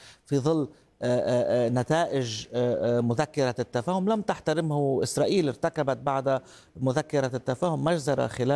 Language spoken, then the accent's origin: Arabic; Lebanon; نحن كلبنانيين